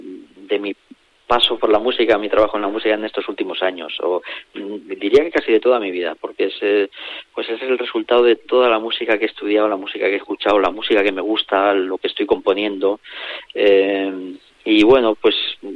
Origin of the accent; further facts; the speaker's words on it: Castilla-La Mancha, Spain; por ser de la parte que soy de La Mancha